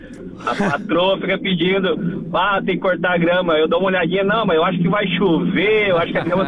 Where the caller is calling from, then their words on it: Sapucaia do Sul, Rio Grande do Sul, Brazil; Eu ligo de Sapucaia.